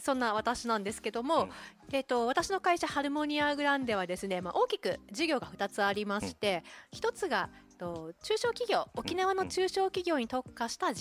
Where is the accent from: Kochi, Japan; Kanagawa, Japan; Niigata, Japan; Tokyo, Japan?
Kochi, Japan; born there; moved away as an adult; now in Okinawa, Japan; 私は高知県の生まれで、うん、今沖縄に住んで、20年目、うんうん、24歳の時に沖縄に来たんで